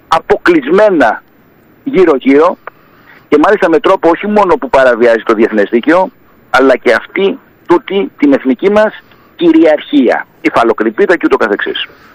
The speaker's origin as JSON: {"language": "Greek", "region": "Ionian Islands", "country": "Greece", "said": "είμαστε δραστήριοι όλοι οι επτανήσιοι"}